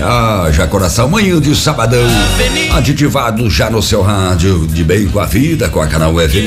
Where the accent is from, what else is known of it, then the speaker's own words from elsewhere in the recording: Santa Fé do Sul, São Paulo, Brazil; moved away; na minha terra querida, Santa Fé do Sul.